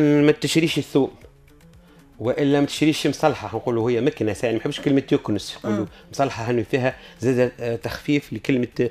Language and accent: Arabic; Tunisia; عندنا في تونس.